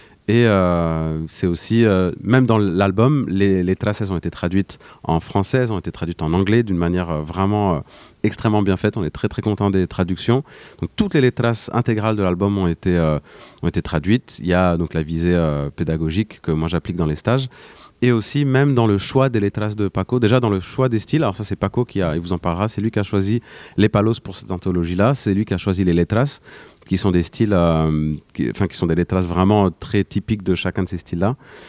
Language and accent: French; Caen, Normandy, France; ici à Caen, ma ville natale